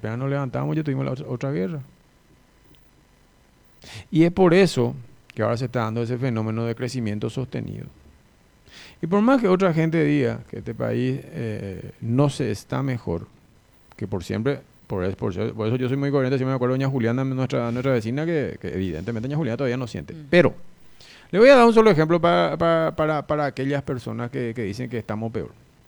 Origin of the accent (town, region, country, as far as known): Paraguay